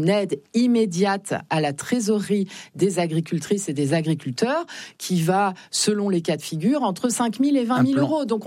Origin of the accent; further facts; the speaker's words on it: Nouvelle-Aquitaine, France; Moi, chez moi, en Deux-Sèvres, la courbe de la disparition des oiseaux et des insectes et la courbe de la perte du nombre d'exploitants agricoles, c'est exactement la même.